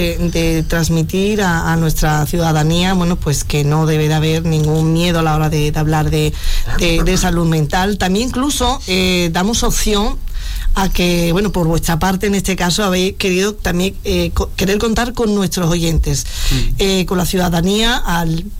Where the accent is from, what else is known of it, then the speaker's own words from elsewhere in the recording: Arcos, Spain; Soy de Arcos, ¿no?